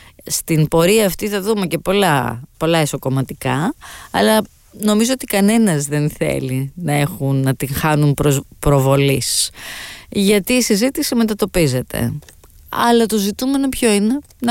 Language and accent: Greek; Greece; ως Έλληνες πολίτες